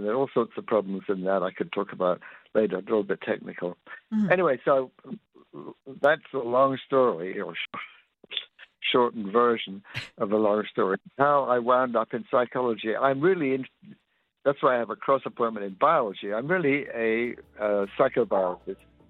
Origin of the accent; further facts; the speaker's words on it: England, United Kingdom; I mean, my problem was that I grew up in England, and in England, it's a rather rigid educational system.